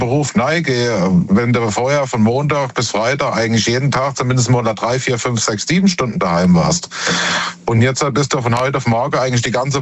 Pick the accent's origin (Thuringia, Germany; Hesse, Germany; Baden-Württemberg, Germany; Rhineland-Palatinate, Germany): Rhineland-Palatinate, Germany; Worms; Ich bin aus Worms.